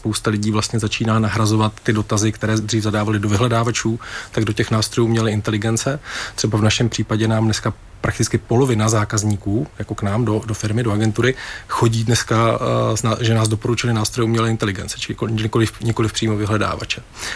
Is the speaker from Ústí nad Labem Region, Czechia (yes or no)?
no; Brno, South Moravian Region, Czechia; já jsem teda z Brna původem a chodil jsem na Gimple